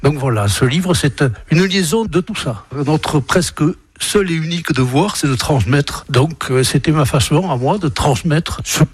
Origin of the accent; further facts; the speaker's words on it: Dax, Nouvelle-Aquitaine, France; Je suis né au Cassourat, à Dax, mais j'ai passé mon enfance au quartier du Gon.